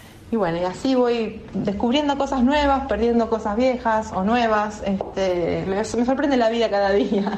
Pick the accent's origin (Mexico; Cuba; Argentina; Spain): Argentina; Floresta, Buenos Aires; de Floresta otra vez.